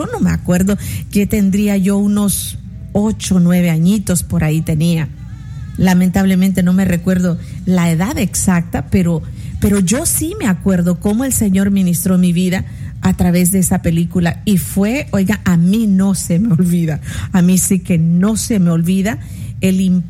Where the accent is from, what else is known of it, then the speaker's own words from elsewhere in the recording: El Salvador; Y yo recuerdo en una de esas festividades al aire libre en mi país, El Salvador, me acuerdo que estábamos debajo de muchos árboles de mangos.